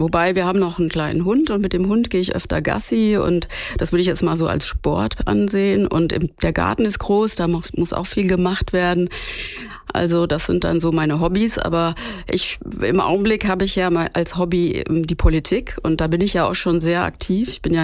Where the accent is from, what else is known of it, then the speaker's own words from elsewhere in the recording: Frankfurt, Hesse, Germany; Ich komme aus Frankfurt-Main, bin also Städterin aufgewachsen, auch direkt in der Innenstadt, bin da zur Schule gegangen, habe da auch mein Abitur gemacht und habe lange Jahre auch in Frankfurt gelebt